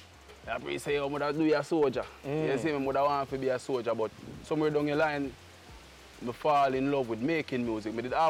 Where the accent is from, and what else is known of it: Saint Catherine, Jamaica; born or raised there